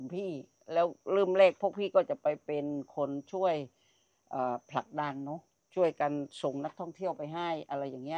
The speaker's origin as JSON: {"language": "Thai", "town": "Ko Samui", "region": "Surat Thani", "country": "Thailand", "tie": "born or raised there", "said": "หนึ่งก็คือมันก็เป็นความภาคภูมิใจนะว่าเราก็เป็นคนเกาะสมุยดั้งเดิมแล้วเราก็อยู่ในพื้นที่ที่มันเป็นอันดับโลกใช่ไหม"}